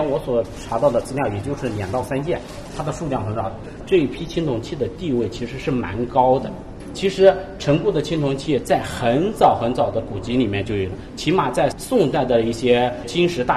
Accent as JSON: {"language": "Chinese", "region": "Jiangnan", "country": "China"}